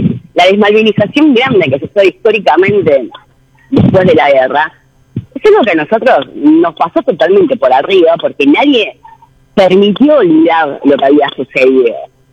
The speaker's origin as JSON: {"language": "Spanish", "town": "Río Gallegos", "region": "Santa Cruz", "country": "Argentina", "tie": "born there", "said": "yo soy patagónica, soy nacida allá."}